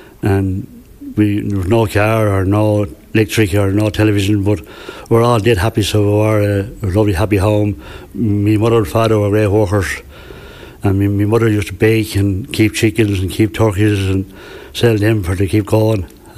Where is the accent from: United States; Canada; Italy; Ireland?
Ireland; Leinster; Born in a place called Millview, Killane, and my mother and father had four of us, three boys and one girl.